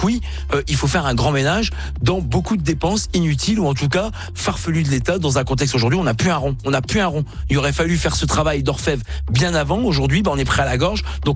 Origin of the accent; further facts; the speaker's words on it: Hauts-de-France, France; même si je suis du Nord